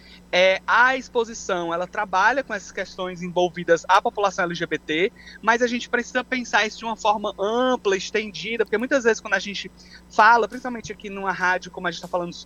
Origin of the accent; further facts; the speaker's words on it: Fortaleza, Ceará, Brazil; also born or lived in Belém, Pará; eu sou de Fortaleza, no Ceará, mas já há 5 anos tenho uma relação muito grande com Belém, o Pará